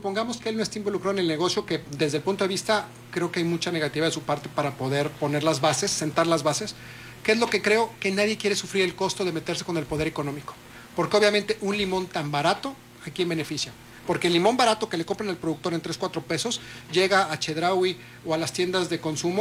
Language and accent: Spanish; Mexico